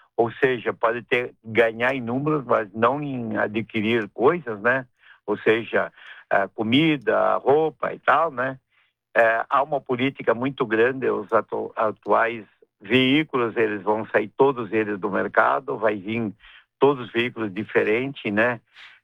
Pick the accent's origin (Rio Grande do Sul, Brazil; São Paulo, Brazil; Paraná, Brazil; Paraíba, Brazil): Rio Grande do Sul, Brazil; Nova Bassano; now in Canoas, Brazil; eu sou um gaúcho da Nova Bassano, que sou gaúcho que mora em Canoas, a empresa fica em Porto Alegre, da nossa matriz ainda, né? Sou brasileiro